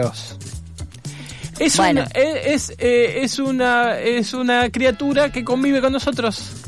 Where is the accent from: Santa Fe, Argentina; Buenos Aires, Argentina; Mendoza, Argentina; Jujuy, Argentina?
Buenos Aires, Argentina; somos porteños, porque estamos en la Ciudad de Buenos Aires